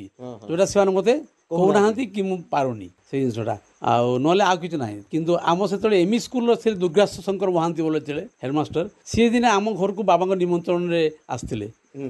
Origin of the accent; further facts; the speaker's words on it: Dahamunda, Odisha, India; born there; ଉତ୍ତର ଭୋଗରାଇ ବ୍ଲକର ଗୋଟେ ଗାଁ ଅଛି ଦହମୁଣ୍ଡା ବୋଲି, ସେଇଟା ମୋର ଜନ୍ମସ୍ଥାନ।